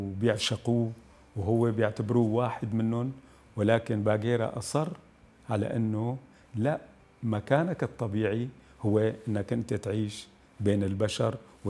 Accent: Quneitra Governorate, Syria; now in Damascus, Syria; لا شك بأنه النشأة تعرف هي بقرية بمنطقة البطيحة. هاي القرية لهجتنا هي موجودة بين فلسطين، جنوب لبنان، درعا والجانب السوري، فهي منطقة ربط

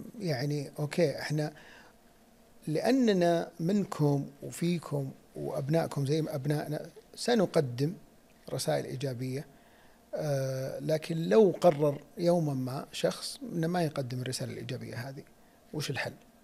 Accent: Saudi Arabia; نحن كفنانين سعوديين

